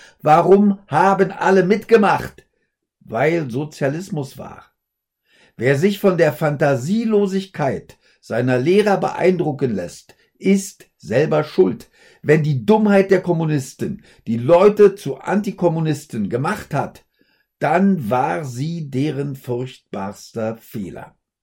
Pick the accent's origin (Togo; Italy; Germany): Germany; West Berlin, Berlin